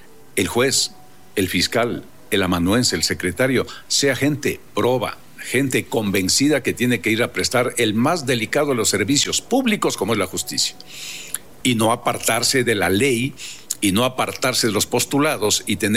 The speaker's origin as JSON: {"language": "Spanish", "country": "Ecuador"}